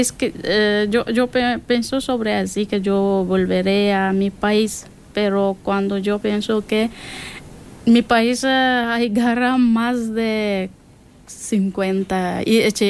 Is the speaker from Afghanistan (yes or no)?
yes; Afghanistan; Spanish is a second language; Pero yo intenta, cuando talibanes fueron a Afganistán, yo intenta para estudiar, y 20 años yo estudié y conseguir una profesión como fiscal.